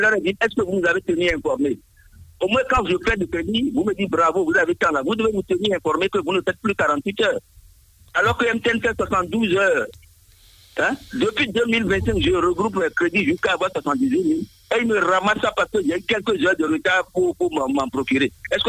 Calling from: Benin; J'appelle d'Akatato.

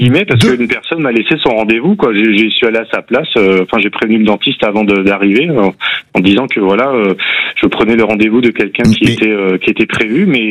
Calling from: Nouvelle-Aquitaine, France; Je suis en zone un peu plus rurale, voilà. Je suis à 1h15 de Périgueux

